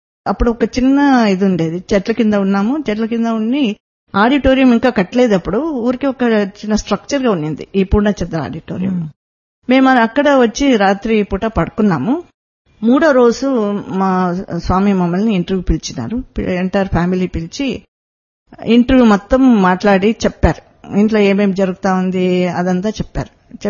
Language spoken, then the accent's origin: Telugu; Mysore, Karnataka, India; also born or lived in Davanagere; now in Anantapur, India; నేను మైసూర్ నుంచి వచ్చాను.